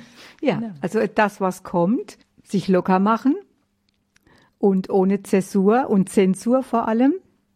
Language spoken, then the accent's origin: German; Rhineland-Palatinate, Germany; Ein bisschen was Pfälzisches. Ich bin ja auch Pfälzerin.